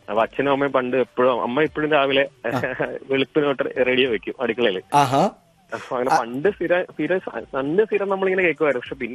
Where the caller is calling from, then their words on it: Thuravoor, Kerala, India; എന്റെ സ്ഥലം ആലപ്പുഴ ജില്ല തുറവൂർ അടുത്താണ്.